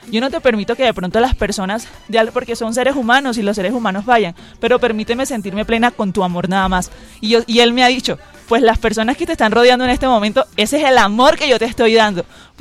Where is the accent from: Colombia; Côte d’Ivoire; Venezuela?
Colombia; Barranquilla, Atlántico; moved away as an adult; now in Bogotá, Colombia; yo soy de Barranquilla, estoy aquí hace 6 meses en Bogotá